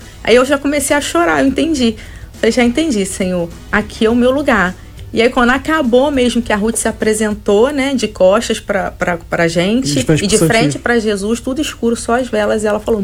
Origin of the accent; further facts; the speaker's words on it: Rio de Janeiro, Brazil; Sim, somos do Rio.